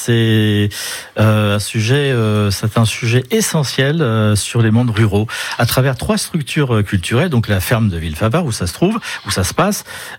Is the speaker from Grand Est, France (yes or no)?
no; Nouvelle-Aquitaine, France; Il y a une concentration plus importante d'éleveurs de moutons chez nous en Limousin